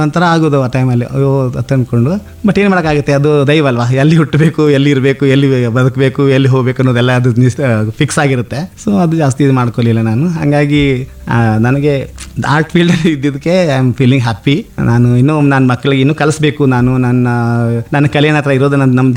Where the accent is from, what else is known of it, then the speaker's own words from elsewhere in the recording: Raibag, Karnataka, India; moved away; ನಮ್ಮ ಹಳ್ಳಿ ಅಲ್ವಾ, ಅದು ರಾಯಬಾಗ ಅಂದರೆ ನಾನು ದೊಡ್ಡ ಊರಲ್ಲ, ತಾಲೂಕು ಪ್ಲೇಸ್ ಇದ್ರು ಇಟ್ಸ್ ಲೈಕ್ ಗ್ರಾಮ್ ಸ್ಟಿಲ್ ಅದು.